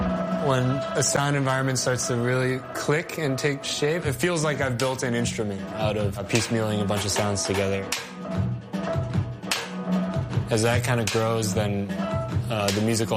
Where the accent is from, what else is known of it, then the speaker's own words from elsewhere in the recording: Hong Kong; also born or lived in New York; now in Dallas, United States; growing up in Hong Kong and then living in New York for 10 years, pretty much like two of the densest places you can live.